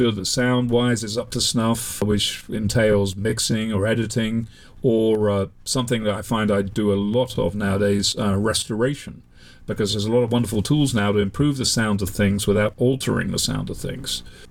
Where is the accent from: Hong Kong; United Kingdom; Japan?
United Kingdom; England; moved away as an adult; now in United States; I was born in England, I grew up there, and I moved to the United States in my mid-20s.